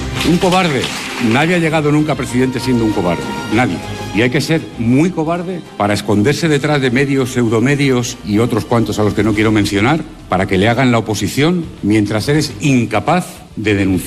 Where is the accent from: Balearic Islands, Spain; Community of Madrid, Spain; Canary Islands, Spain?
Community of Madrid, Spain; Madrid; No hay mayor orgullo que dedicarme a mi tierra, a mi ciudad, a la Ciudad de Madrid, a la Comunidad de Madrid